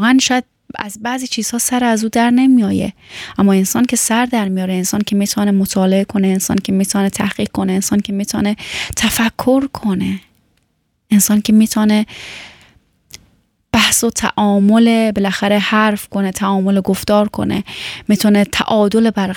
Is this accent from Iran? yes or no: no; Afghanistan; گاهن که میخوام میپرسن از من از کجا هستی، میگم از افغانستان